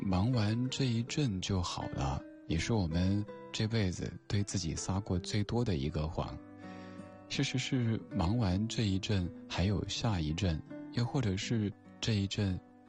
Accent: Chengdu, Sichuan, China; 在我家乡成都，

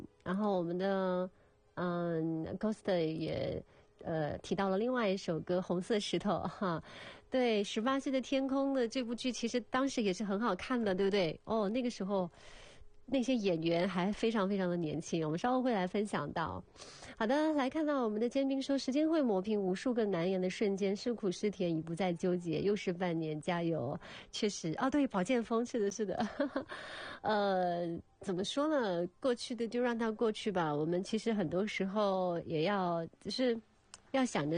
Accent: Quzhou, Zhejiang, China

